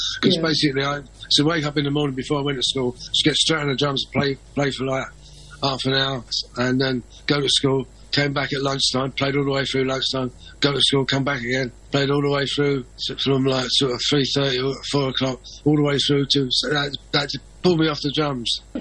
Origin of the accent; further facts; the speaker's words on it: London, United Kingdom; growing up in the East End of London after the Second World War, we played on bomb ruins and stuff like